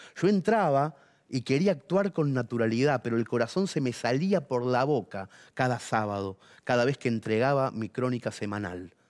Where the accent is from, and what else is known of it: Mercedes, Buenos Aires Province, Argentina; born or raised there